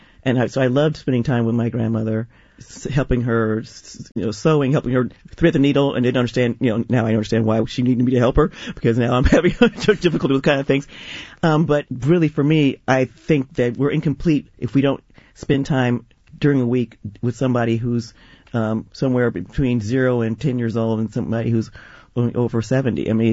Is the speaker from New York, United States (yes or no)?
no; San Francisco, California, United States; also born or lived in Oakland; I grew up in San Francisco, but I lived in Oakland while I was a grad student